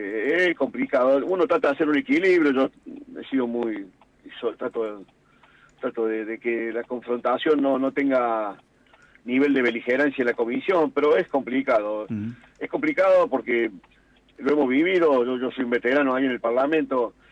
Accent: Argentina; Nosotros por ahí no le hemos dado bola, porque por ahí somos los argentinos bastante.

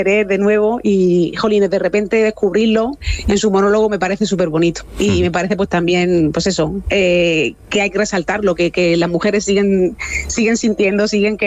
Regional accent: Cieza, Region of Murcia, Spain; now in Murcia, Spain; porque yo, aunque soy de Cieza, también llevo

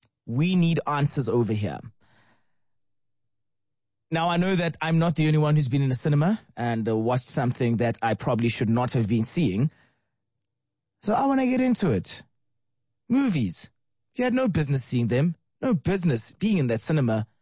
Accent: Johannesburg, Gauteng, South Africa; born there; Because, of course, I'm from the Southeast in a sense.

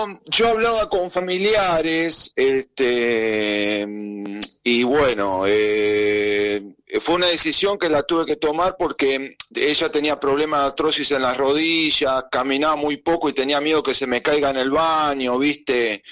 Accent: Lanús, Buenos Aires Province, Argentina; moved away; yo tengo pensado mudarme a Lanús. Porque yo viví y me crié en Lanús

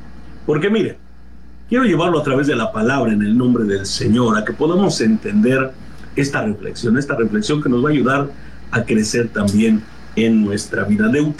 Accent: Mexico; Tenemos una credencial que nos identifica como ciudadanos mexicanos

